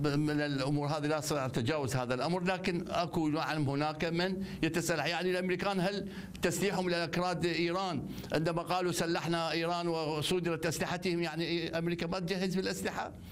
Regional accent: Iraq; احنا كعراقيين نعلم بعضنا البعض الاخر

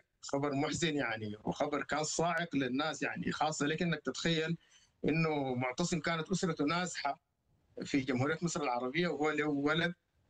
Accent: Sudan; moved away as an adult; now in Saudi Arabia; لينا كسودانيين، انا اتحدث اقول لك لينا كسودانيين،

